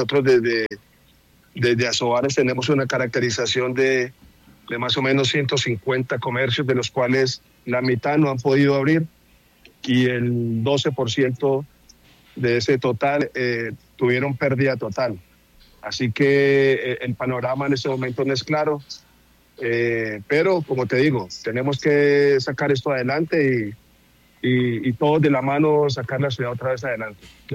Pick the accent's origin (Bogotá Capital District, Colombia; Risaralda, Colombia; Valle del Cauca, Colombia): Risaralda, Colombia; Pereira; yo soy pereirano de raza. Sí tengo la doble nacionalidad, pero yo realmente soy pereirano.